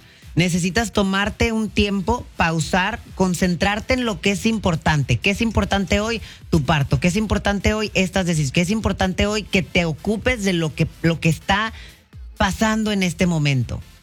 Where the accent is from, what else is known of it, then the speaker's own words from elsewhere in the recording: Mexico; now in United States; Yo soy mexicana, criada en México, con papás criados en México, nacida aquí, pero... me crié en México toda la vida.